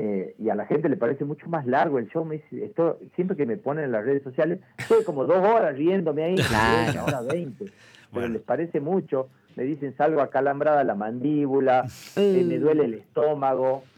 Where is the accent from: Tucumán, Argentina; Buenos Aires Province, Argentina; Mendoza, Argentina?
Tucumán, Argentina; Famaillá; yo soy del interior, soy de Tucumán. Y de Tucumán soy del interior, soy de Famayá. Soy del interior del interior, me siento más o menos el inferior del país, una cosa así.